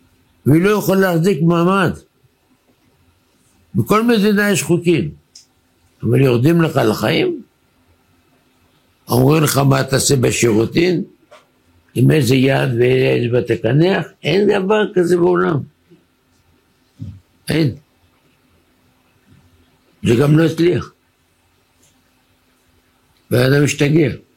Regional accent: Bat Yam, Tel Aviv District, Israel; אני הייתי ילד, אני לא גדלתי באזור חרדי, אני בת ימי.

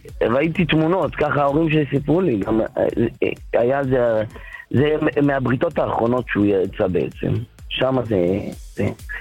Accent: Jerusalem, Jerusalem District, Israel; אנחנו ירושלמים

